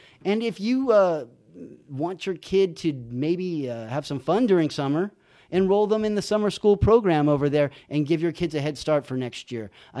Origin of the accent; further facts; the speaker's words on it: San Bernardino, California, United States; also born or lived in San Felipe, Mexico; so I kind of feel like I'm kind of from San Felipe and then also from San Bernardino. Most people don't know that about me, but I partially grew up in Mexico during the summers